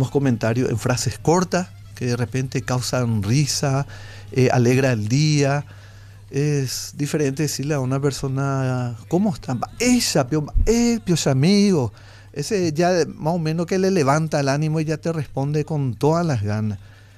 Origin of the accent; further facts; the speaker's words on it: Paraguay; nos identifica mucho como paraguayos. Y creo que debe ser así, llevar en alto nuestra cultura, estar orgulloso de nuestro idioma guaraní